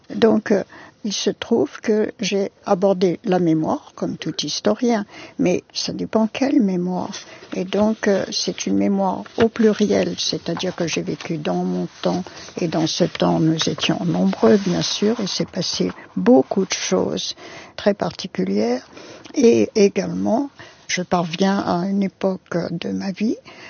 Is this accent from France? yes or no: yes; Paris, Île-de-France, France; born there; first language Yiddish; also born or lived in Slonim; Je suis née à Paris, mais émigrée à Slonim d'abord, puis ramenée en France. Et là, on m'a dit, ne parle plus yiddish.